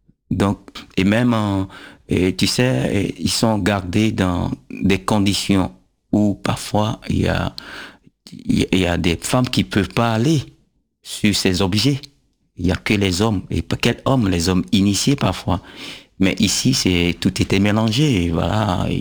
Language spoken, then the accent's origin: French; Abomey, Zou, Benin; born there; je suis né à Boumé, la terre d'Aboumé